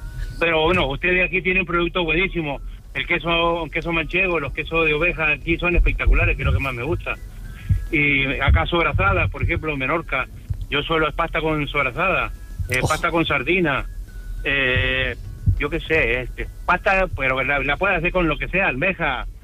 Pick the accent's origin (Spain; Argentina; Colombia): Argentina; Mira, yo tengo soy argentino, pero tengo dos ramas. La rama paterna, que es española, y la rama materna, que son sicilianos.